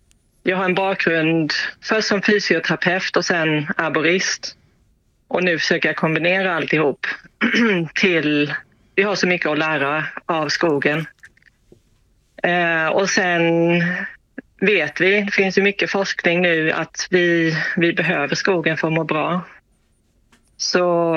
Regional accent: Pakistan; Nej, jag växte upp i Pakistan.

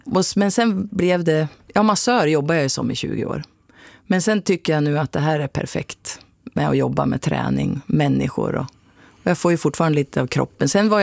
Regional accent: Sundsvall, Västernorrland County, Sweden; Jag är uppvuxen i Sidsjö.

